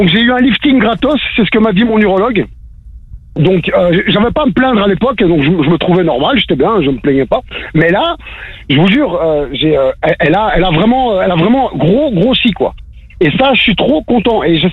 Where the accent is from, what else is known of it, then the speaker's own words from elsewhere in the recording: Brussels, Brussels-Capital Region, Belgium; born there; je suis né à Bruxelles